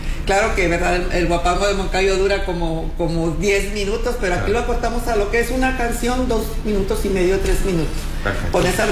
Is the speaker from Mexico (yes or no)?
yes; Mexico; Siempre he dicho que no somos mexicanos nada más en septiembre, somos mexicanos todo el año